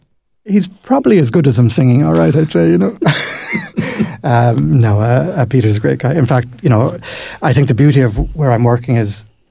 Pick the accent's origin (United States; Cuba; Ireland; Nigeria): Ireland; Youghal, Munster; now in Cork, Ireland; obviously I'm from Youghal